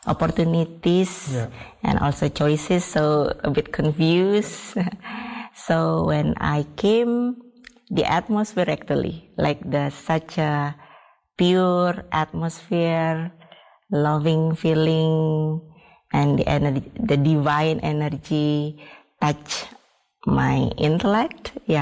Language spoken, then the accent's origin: English; Bali, Indonesia; I am from Bali, so majority people there is Hindu.